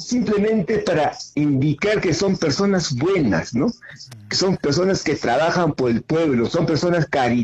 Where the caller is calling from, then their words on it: Juliaca, Puno, Peru; desde Juliaca.